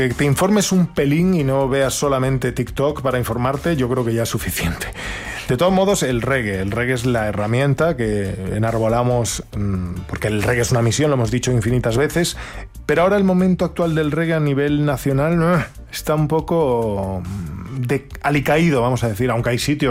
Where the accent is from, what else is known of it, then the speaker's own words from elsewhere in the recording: Galicia, Spain; Yo soy gallego